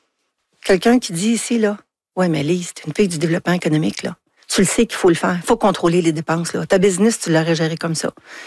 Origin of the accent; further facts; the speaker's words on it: Anjou, Quebec, Canada; J'ai dit oui aussi parce que c'était Anjou qu'on me proposait. Mm. C'était chez nous, mon patelin, les gens que je connaissais, les organismes que je connaissais